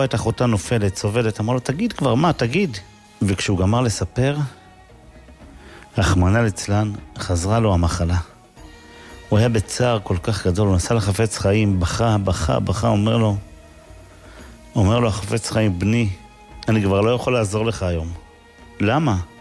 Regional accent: Kiryat Ata, Haifa District, Israel; כשהייתי ילד קטן בקריית אתא, היה שם יהודי זקן מאוד

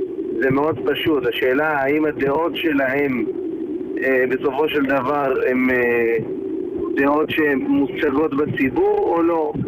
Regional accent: Rishon LeZion, Central District, Israel; now in Bnei Brak, Israel; שאני גדלתי בתור ילד בראשון

